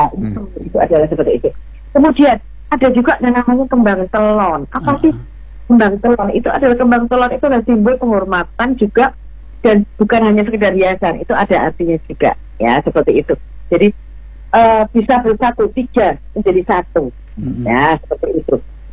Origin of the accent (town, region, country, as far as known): Java, Indonesia